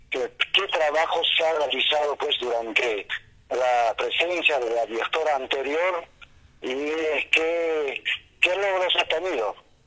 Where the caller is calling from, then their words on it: Chumbivilcas, Cusco, Peru